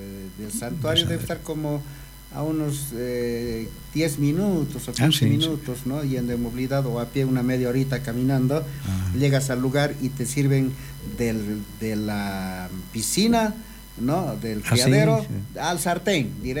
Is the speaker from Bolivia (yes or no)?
yes; Oruro, Bolivia; somos así los orureños.